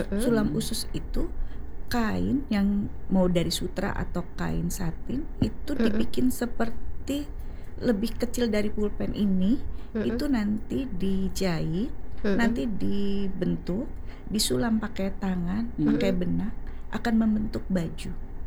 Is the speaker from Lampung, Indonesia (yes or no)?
yes; Lampung, Indonesia; now in Jakarta, Indonesia; Saya kebetulan asli orang Lampung dan memang ada di sini.